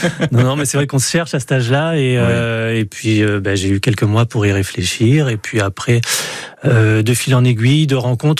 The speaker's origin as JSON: {"language": "French", "town": "Royan", "region": "Nouvelle-Aquitaine", "country": "France", "tie": "born or raised there", "also_born_or_lived": "Grenoble", "said": "je suis né du côté de Grenoble, donc à côté des montagnes, mais je suis arrivé à Royan 2 mois."}